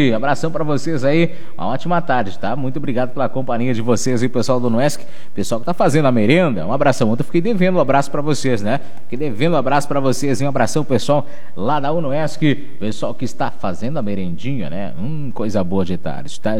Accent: Brazil; a gente, como é brasileiro

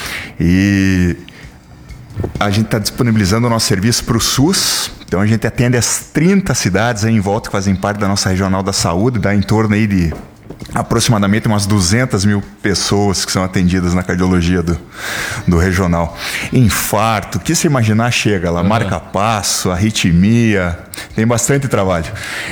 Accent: Paraná, Brazil; also born or lived in São Paulo; Então, eu sou do Paraná, mas eu estava em São Paulo

